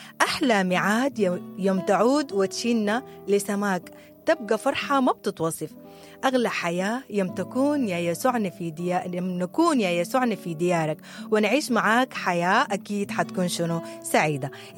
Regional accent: Sudan; إحنا كسودانيين

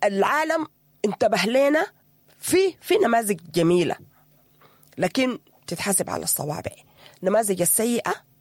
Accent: Sudan; نحن كمجتمع سوداني

